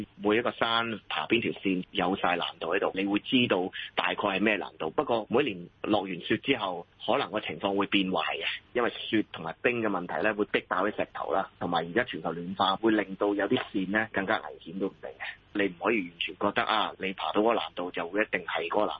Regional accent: Hong Kong; 我哋香港人

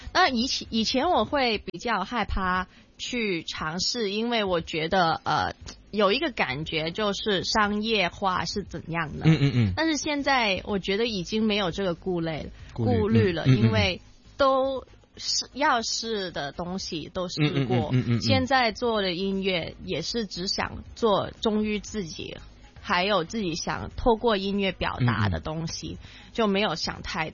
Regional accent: Hong Kong; 小一到中二也是在本地的女校长大的

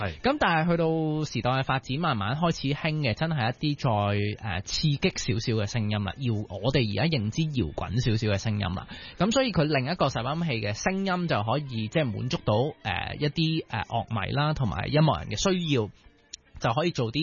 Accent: Hong Kong; 我哋香港人

